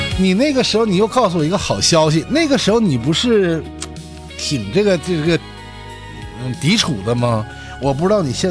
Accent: Yanbian, Jilin, China

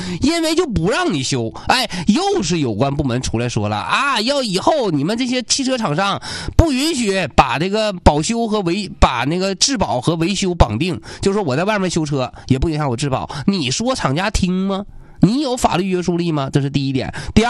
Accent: Liaoyuan, Jilin, China; now in Changchun, China; 甚至当年我们辽源，我家老家平康矿的

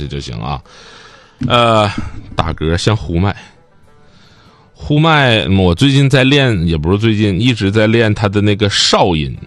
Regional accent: Northeast China, China; accent: Northeastern; 用我们东北话讲就是你不嫌我

